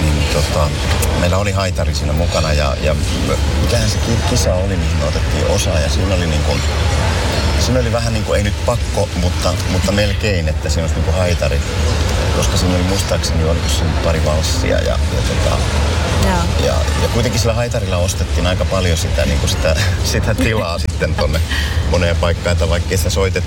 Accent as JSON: {"language": "Finnish", "town": "Tampere", "region": "Pirkanmaa", "country": "Finland", "tie": "born or raised there", "also_born_or_lived": "Ylöjärvi", "said": "mä olen siis Tampereelta kotoisin ja Ylöjärvellä vaikuttanut suurimman osan elämästäni"}